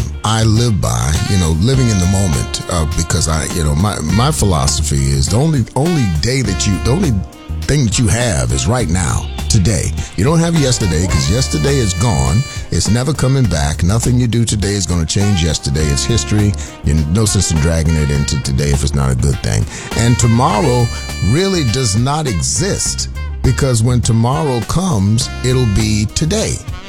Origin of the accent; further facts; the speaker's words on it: Savannah, Georgia, United States; I'm from Savannah, Georgia.